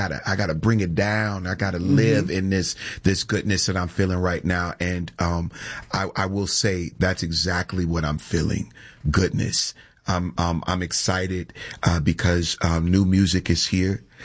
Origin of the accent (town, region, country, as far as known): Houston, Texas, United States; born or raised there